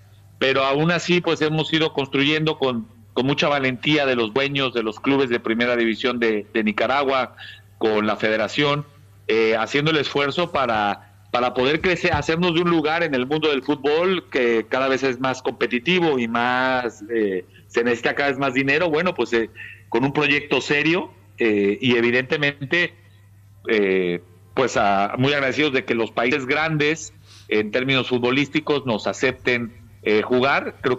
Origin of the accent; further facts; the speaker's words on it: Mexico; moved away; Yo soy mexicano